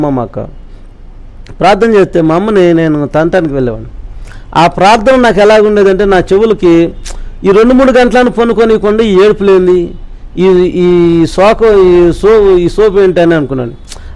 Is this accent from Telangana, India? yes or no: no; Reddipuralu, Andhra Pradesh, India; పొన్నూరు నుంచి 2 కిలోమీటర్లు 4 మా ఊరు రెడ్డిపురాలు మా ఊరు నుంచి 2 కిలోమీటర్లు ఒడ్డు ముక్కలు ఉండదు